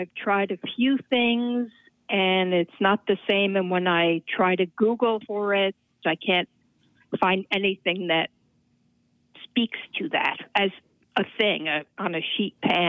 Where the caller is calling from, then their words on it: Ann Arbor, Michigan, United States; also born or lived in Los Angeles; Hey there … I'm calling from Ann Arbor, Michigan.